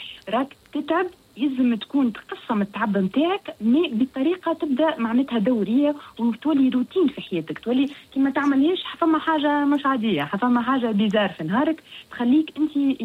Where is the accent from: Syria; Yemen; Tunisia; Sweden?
Tunisia; اني نقرا باللي مويان اللي عندنا في تونس